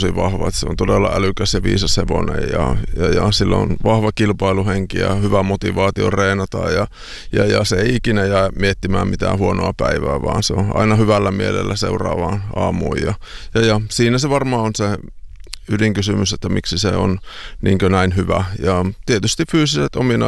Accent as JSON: {"language": "Finnish", "town": "Kaukonen", "region": "Lapland", "country": "Finland", "tie": "born or raised there", "said": "pitäisi kotikylällä lopettaa, mistä minä aluviimein kotoisin, niin kuin kaukosesta syntyjään"}